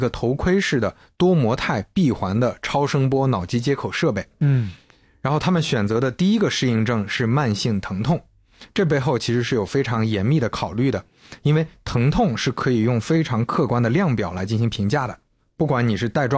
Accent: China; 而且随着我们中国人口老龄化，

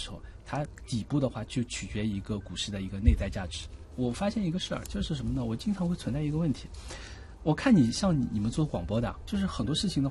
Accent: Shanghai, China; accent: Shanghainese; 我说上海话的时候也经常不会愣住

